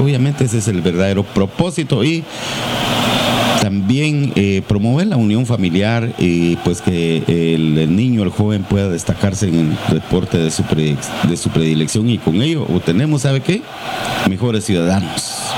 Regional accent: Barberena, Santa Rosa, Guatemala; Yo soy de Barberena, Santa Rosa, estoy un poco antes de Nueva Santa Rosa y de Nueva Santa Rosa, un poco más lejano de Chiquimunía.

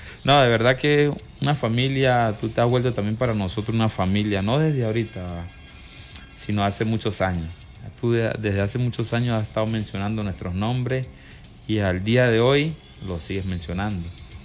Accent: El Vigía, Mérida, Venezuela; born there; la traigo acá a casa, a mi Vigía querido, a Tierra de Campeones. Me hace feliz llegar a mi pueblo

